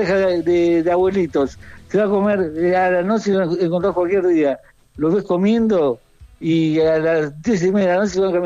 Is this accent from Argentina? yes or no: yes; Argentina; now in Europe; Después de un año acá, digo, no, extraño mucho Argentina. Los argentinos somos muy argentinos